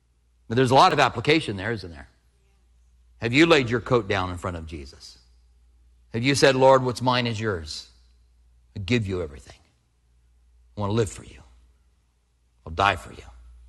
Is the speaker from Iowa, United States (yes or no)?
yes; Clinton, Iowa, United States; Clinton, Iowa, which I am from there.